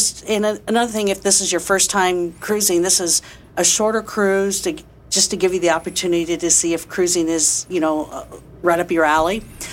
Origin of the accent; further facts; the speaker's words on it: Midwest, United States; I grew up in the Midwest